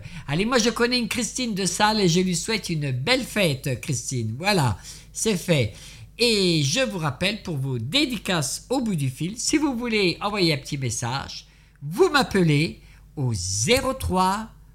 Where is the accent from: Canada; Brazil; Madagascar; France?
France; Grand Est; Et oui, profitez bien de notre Alsace. C'est vrai qu'elle est belle, notre Alsace.